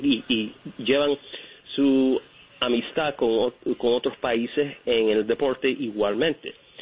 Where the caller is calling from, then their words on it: New York, United States; de Nueva York.